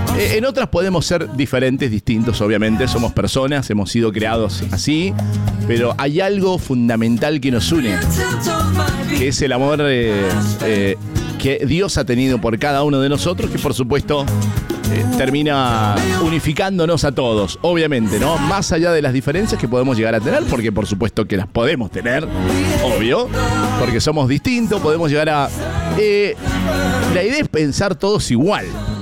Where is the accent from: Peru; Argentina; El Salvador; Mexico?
Argentina; somos argentinos, ¿qué te pasa? Esta es la evidencia, somos pasionales. Está bien, es cierto, hemos nacido acá